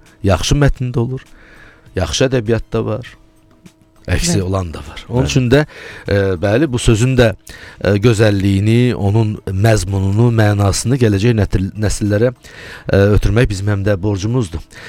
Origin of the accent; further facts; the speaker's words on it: Ujar, Shirvan, Azerbaijan; born there; Mən isə Ucarda doğulmuşam.